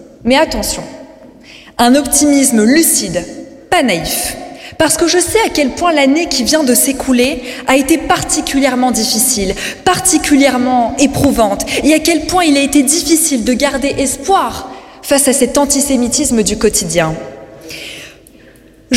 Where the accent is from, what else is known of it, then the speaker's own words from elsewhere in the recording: Île-de-France, France; Je suis née et j'ai grandi en Seine-Saint-Denis, dans un environnement multiculturel, d'un père algérien, qui je pense ce soir, qui malheureusement n'est plus de ce monde, et d'une mère marocaine.